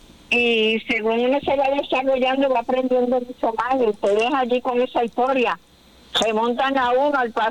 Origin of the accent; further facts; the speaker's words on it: Sabana Grande, Puerto Rico; also born or lived in San Sebastián, Puerto Rico; a pesar que yo soy pepiniana. Pero 4 años que vine pequeña al pueblo de Sabana Grande, y yo me siento orgullosa de Sabana Grande también.